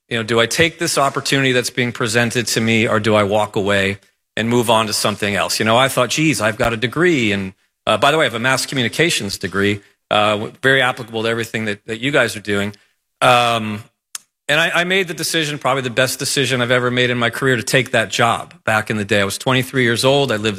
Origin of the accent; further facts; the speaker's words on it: New Haven, Connecticut, United States; moved away as an adult; my hometown of New Haven, Connecticut